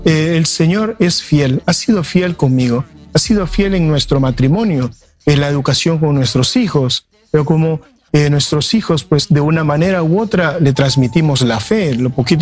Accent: Nicaragua; moved away as an adult; Somos nicaragüense

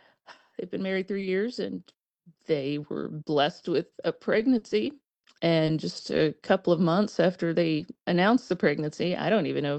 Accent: the South, United States; I grew up in the South

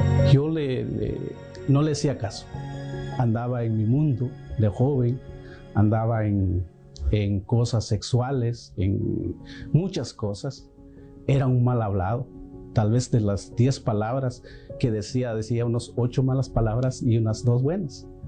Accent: Guatemala; moved away; soy de Guatemala.

